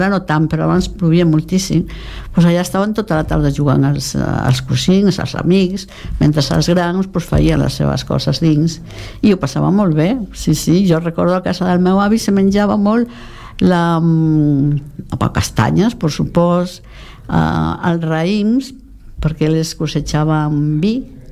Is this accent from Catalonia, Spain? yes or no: no; Petín, Galicia, Spain; born there; moved away; El meu poble és Petín de Valdeorras.